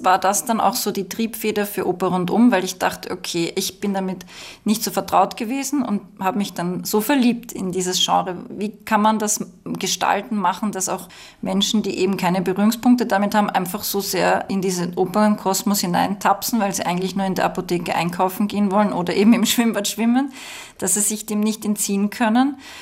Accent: Waidhofen an der Ybbs, Lower Austria, Austria; Also ich bin ja aufgewachsen eben in Waidhofen an der Ybbs im Mostviertel

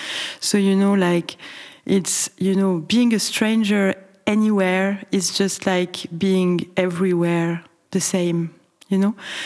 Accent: Paris, Île-de-France, France; English is a second language; whenever there is someone, you know, very far away from my hometown asking me to collaborate, I'm very happy

